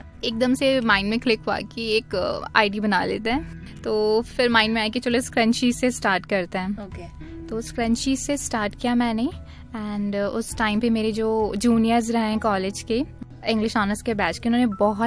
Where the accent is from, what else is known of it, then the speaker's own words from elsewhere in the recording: Doiwala, Uttarakhand, India; छोटे से शहर से है, छोटी सी जगह से है, डोईवाला।